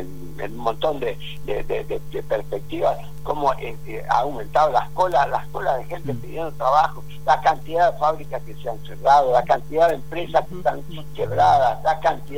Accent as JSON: {"language": "Spanish", "country": "Argentina", "said": "yo como pueblo argentino"}